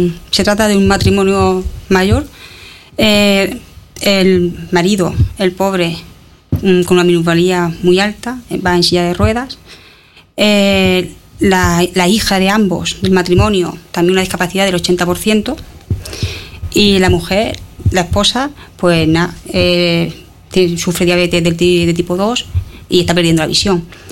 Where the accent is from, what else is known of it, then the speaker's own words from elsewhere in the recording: Cieza, Region of Murcia, Spain; yo, como ciudadana española, y en este caso de Cieza